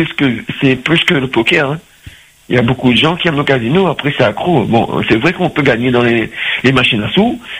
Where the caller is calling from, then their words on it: Saint-Denis, Réunion; Voilà, je suis de Saint-Denis. J'ai 50 ans. Je suis créole.